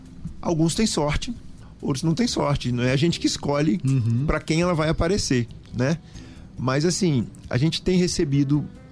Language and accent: Portuguese; Vitória, Espírito Santo, Brazil; now in Venda Nova do Imigrante, Brazil; O mais de fora sou eu, que sou de Vitória. Né? Mas moro aqui em Venda Nova, tenho a alegria de morar aqui em Venda Nova, cidade maravilhosa que acolheu a gente.